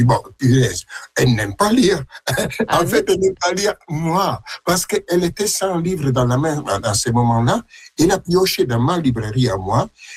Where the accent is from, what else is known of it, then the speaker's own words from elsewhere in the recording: Milan, Lombardy, Italy; now in France; Je suis né à Milan, même à Milan-Ville. J'ai vécu dans cette grande ville et à un certain point, j'ai migré en France et j'ai habité à Orléans.